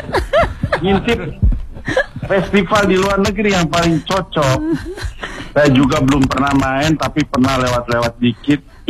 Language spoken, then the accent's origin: Indonesian; Tangerang, Banten, Indonesia; saya orang Banten, saya bukan orang Jakarta.